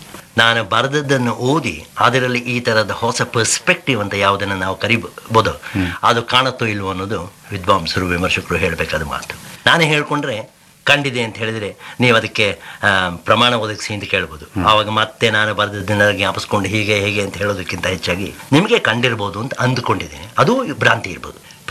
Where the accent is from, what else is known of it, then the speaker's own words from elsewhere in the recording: Karnataka, India; moved away as an adult; ನಾನು ಕನ್ನಡಿಗ, ಹುಟ್ಟಿ ಬೆಳೆದಿದ್ದು ಕನ್ನಡ ದೇಶದಲ್ಲಿ